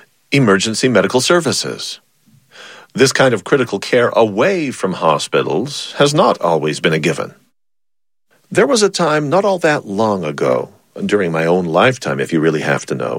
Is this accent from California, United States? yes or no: yes; San Diego, California, United States; Well, I myself was just a 4-year-old Navy brat growing up in San Diego, California.